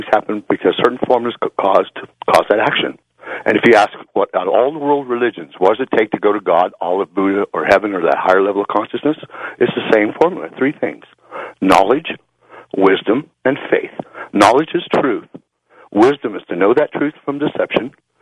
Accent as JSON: {"language": "English", "town": "Laytonville", "region": "California", "country": "United States", "said": "I'm from Laytonville, California."}